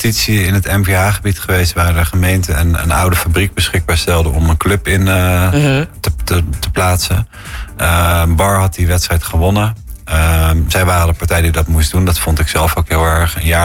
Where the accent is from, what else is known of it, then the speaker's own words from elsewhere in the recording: Rotterdam, South Holland, Netherlands; Nou ja, ik kom uit Rotterdam en mijn horizon was al best wel breed.